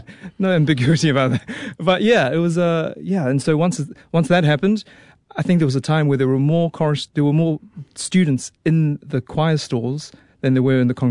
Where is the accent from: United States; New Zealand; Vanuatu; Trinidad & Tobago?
New Zealand; Auckland; born or raised there